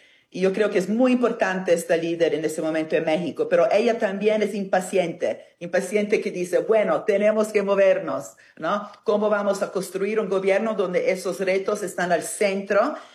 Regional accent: Italy; Spanish is a second language; Recordámonos que soy italiana, ¿no? Donde la mafia, ¿sí?, es nuestro más grande esfuerzo.

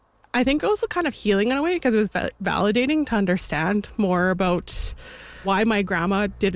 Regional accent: Winnipeg, Manitoba, Canada; my family, we're from Pikishish Cree Nation on Treaty 4 territory, so in Saskatchewan, but I was born and raised in Winnipeg, and I also am Métis, so my mom's side, we also have our communities are also St. Eustache and St. Francis Xavier

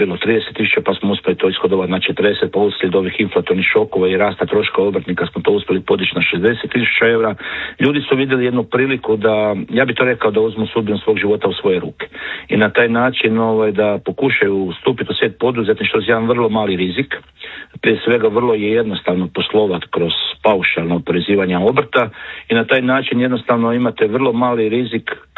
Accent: Croatia

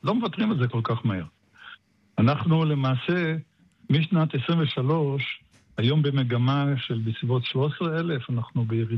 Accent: Petah Tikva, Central District, Israel; now in Hod HaSharon, Israel; אני פתח תקוואי במקור.

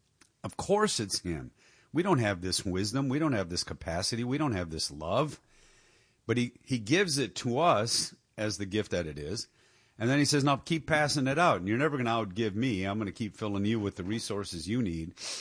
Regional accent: Detroit, Michigan, United States; moved away; the city I grew up in Detroit

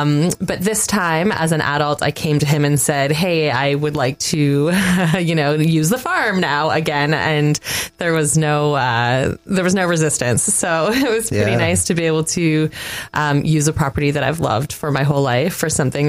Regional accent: Haliburton, Ontario, Canada; I was born and raised here in Halliburton and lived on a beautiful farm on Ritchie Falls Road

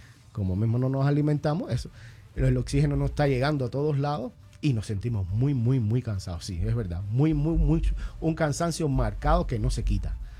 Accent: Cuba; En Cuba, de donde soy, tenemos un eslogan muy de eso que siempre lo decimos.

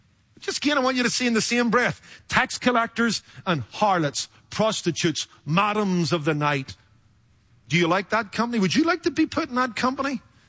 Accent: Northern Ireland, United Kingdom; I saw something of this growing up in Northern Ireland in a culture that was divided.

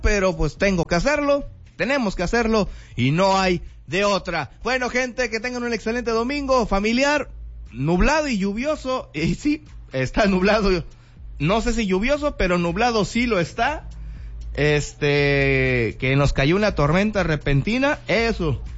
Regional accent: Mexico; nuestra obligación como mexicanos

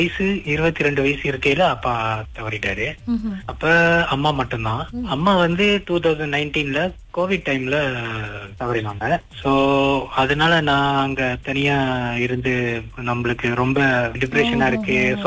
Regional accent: Shah Alam, Klang, Selangor, Malaysia; moved away as an adult; now in Kedah, Malaysia; நான் வந்து பிறந்து வளர்ந்தது எல்லாமே ஷாலாம் கிளங், அங்கதான் பிறந்து வளர்ந்தது எல்லாமே. படிச்சது, என்னோட காலேஜ் முடிச்சது எல்லாமே அங்கதான்.

